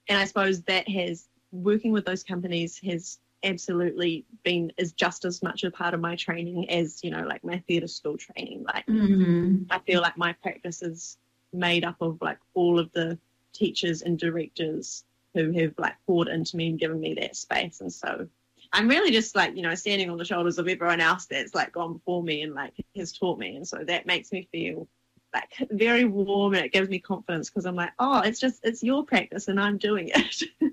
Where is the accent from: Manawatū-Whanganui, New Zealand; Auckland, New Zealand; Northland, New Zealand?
Manawatū-Whanganui, New Zealand; Pahiatua; So I grew up in Pahiatoa, which is a small town like 30 minutes from Palmy.